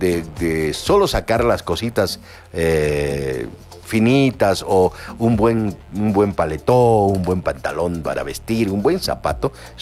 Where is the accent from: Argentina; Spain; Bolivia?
Bolivia; no solamente los bolivianos, sino también los peruanos, los ecuatorianos